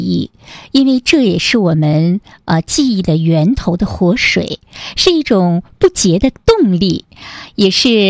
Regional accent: Northeast China, China; 我们生于斯，长于斯的东北黑土地上，

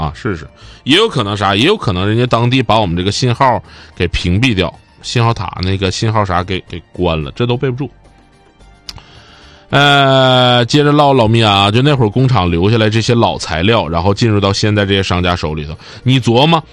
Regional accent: Northeast China, China; 听我普通话不太标准是不是？我还好，广播节目，尤其我是东北人

